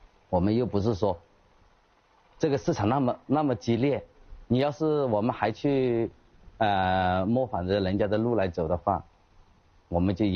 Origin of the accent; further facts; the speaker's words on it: Hunan, China; 我们原来一直在做泡椒，这其实是泡椒也不是我们湖南人的一个亮点，剁辣椒才是真正湖南人的灵魂。